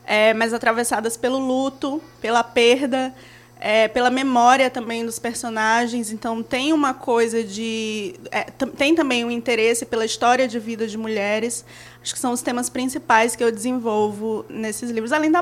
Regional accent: Maranhão, Brazil; eu só escrevo como eu escrevo porque eu sou do Maranhão.

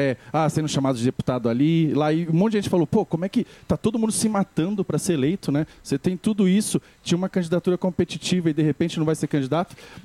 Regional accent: São Paulo, Brazil; eu era da Zona Leste, cresci em Itaquera, e hoje moro num bairro bom

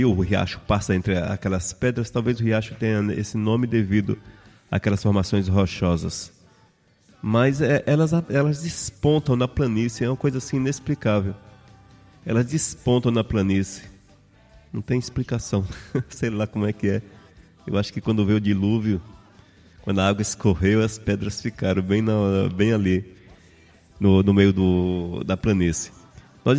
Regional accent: Espírito Santo, Brazil; Mas o Espírito Santo é muito interessante mesmo. Primeiro, nós não temos um sotaque marcante

